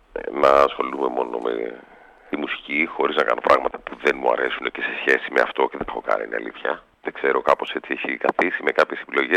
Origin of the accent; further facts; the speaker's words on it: Thessaloniki, Central Macedonia, Greece; η Θεσσαλονίκη είναι το χωριό μου.